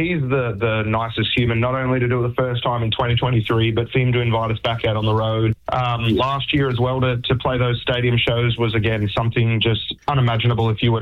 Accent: Tamworth, New South Wales, Australia; growing up in Tamworth

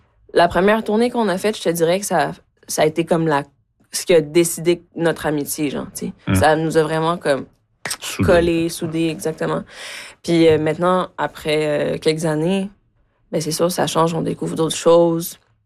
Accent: Quebec, Canada; French is a second language; also born or lived in Mexico; Je suis née au Mexique. Je suis arrivée au Québec à 9 ans. Je parlais pas un mot de français. Je suis allée en classe d'accueil. J'ai fait mon adolescence au Québec.

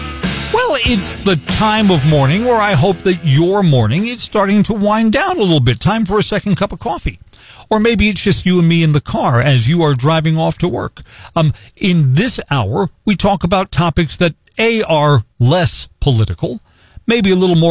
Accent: New York City, New York, United States; born there; now in Wausau, United States; I grew up in Brooklyn, New York. Then my family moved to the suburbs. My family, I still have lots of family members that live in New York. I regularly go on vacation there or go back to visit people.

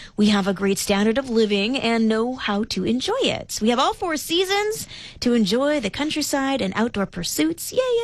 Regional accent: Canada; as a Canadian

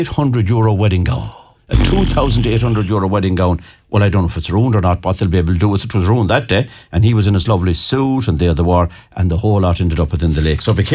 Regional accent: Ireland; And we as an Irish nation are very, very proud

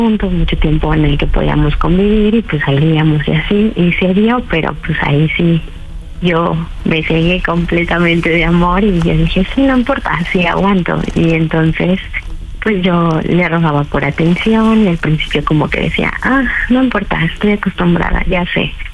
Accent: Guadalajara, Jalisco, Mexico; 34 años y soy de Guadalajara.

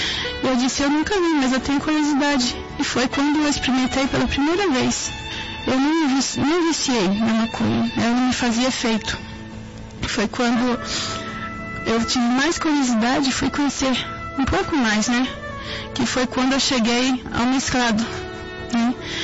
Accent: Sorocaba, São Paulo, Brazil

